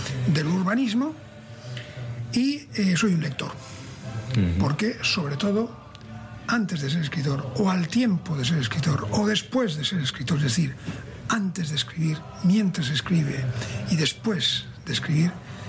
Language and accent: Spanish; Cantabria, Spain; born there; Yo, en cierto modo, soy cántabro de nacimiento, pero por alguna casualidad mística, soy gallego de espíritu.